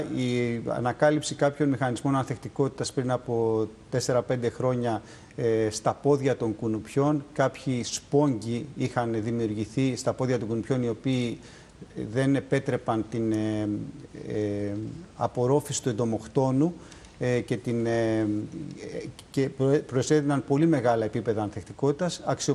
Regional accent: Athens, Attica, Greece; moved away as an adult; now in Crete, Greece; είμαι από την Αθήνα, είμαι στο Γεωπονικό Πανεπιστήμιο Αθηνών, αλλά εδώ και 25 χρόνια έχω ριζώσει στην Κρήτη.

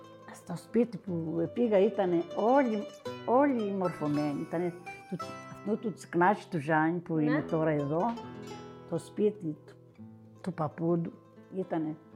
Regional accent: Vorizia, Crete, Greece; Εγώ ήμουν και από τα Βορίζα, δεν ήξερα και πολλά.

